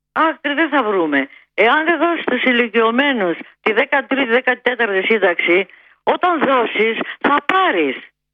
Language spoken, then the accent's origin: Greek; Athens, Attica, Greece; born there; Γεννήθηκα στο Παγκράτη